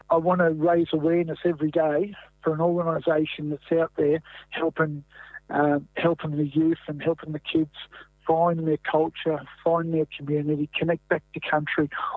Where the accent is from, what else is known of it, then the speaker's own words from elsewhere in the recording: Brewarrina, New South Wales, Australia; I'm from Brewarrina